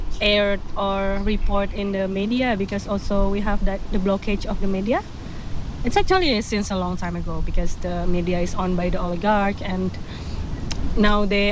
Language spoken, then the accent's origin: English; Medan, North Sumatra, Indonesia; English is a second language; now in East Java, Indonesia; I'm based in between East Java, one city in East Java, and also my hometown in Medan, not Sumatra.